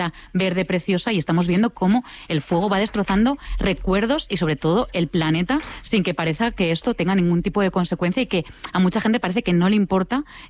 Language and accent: Spanish; Castellón, Valencian Community, Spain; Yo soy de Castellón y además acabamos de sufrir un terrible incendio en la Serra de Espada, que también está entre Castellón y Valencia.